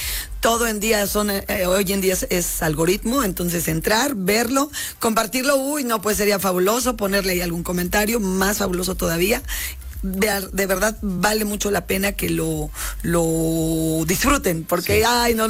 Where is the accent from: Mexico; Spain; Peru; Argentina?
Mexico; Puebla; los cuatro somos poblanos